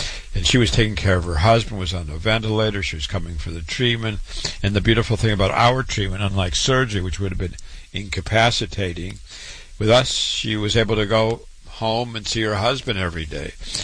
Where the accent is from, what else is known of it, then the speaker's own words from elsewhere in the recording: Waterloo, Iowa, United States; born there; I was born in Waterloo, Iowa, went to medical school